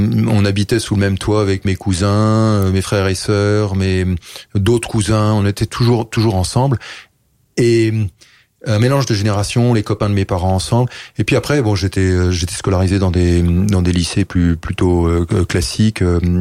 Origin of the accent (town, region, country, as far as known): Paris, Île-de-France, France; born or raised there